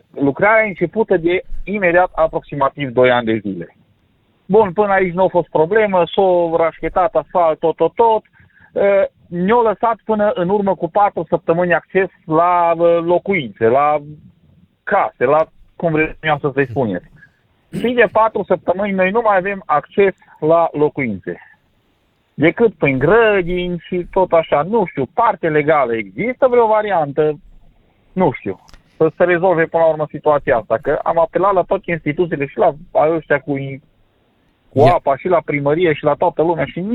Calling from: Baia Sprie, Maramureș County, Romania; sunt de la Baia Sprie.

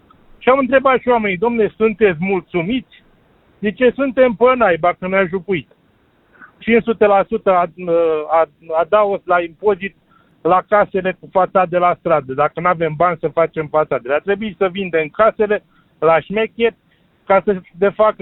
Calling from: Bucharest, Romania; Mă numesc din București.

